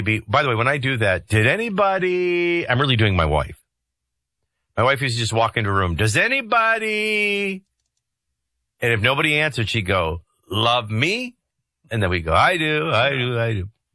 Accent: New Orleans, Louisiana, United States; And I'm from New Orleans

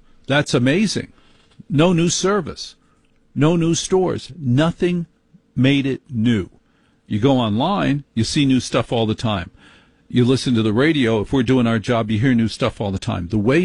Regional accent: Maplewood, New Jersey, United States; Worse. I grew up in Maplewood. The day I went to college, my parents moved to Short Hills.

